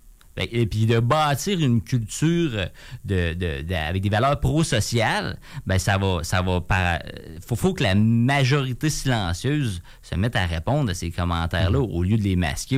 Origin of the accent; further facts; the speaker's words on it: Quebec, Canada; Moi, je viens de la Beauce.